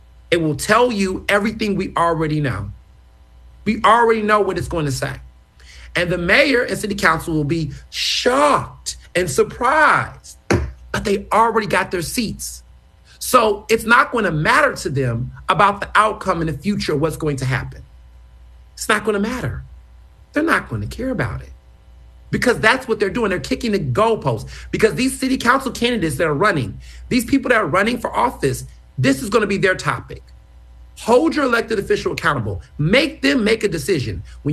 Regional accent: Houston, Texas, United States; also born or lived in Chicago; Look, I was born in Chicago. I grew up in Houston.

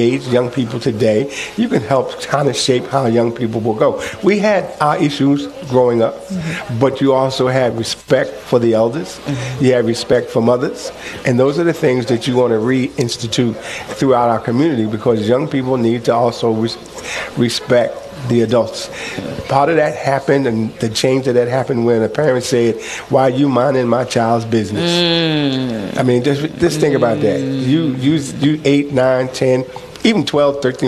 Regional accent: Philadelphia, Pennsylvania, United States; born or raised there

